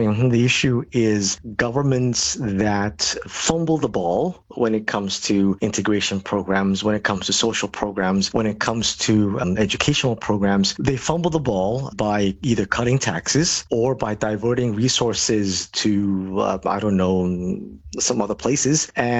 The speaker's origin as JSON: {"language": "English", "town": "Malmö", "region": "Skåne", "country": "Sweden", "said": "When I travel to other parts of Europe and I tell them I'm from Malmo, they're like, oh, yeah, that's a very dangerous place."}